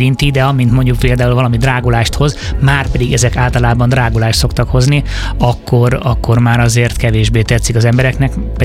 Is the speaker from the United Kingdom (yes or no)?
yes; England, United Kingdom; legalábbis én Angliában nőttem föl, ott arra használták, hogy edukálják az embereket ilyen témákban.